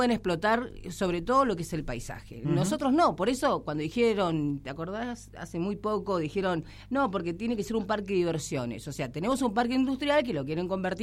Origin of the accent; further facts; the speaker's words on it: Tierra del Fuego, Argentina; born there; soy fueguina, nací en esta provincia.